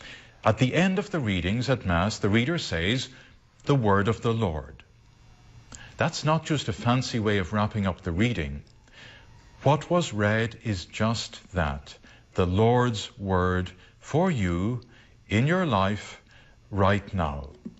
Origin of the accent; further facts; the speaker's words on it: Ireland; Growing up in Ireland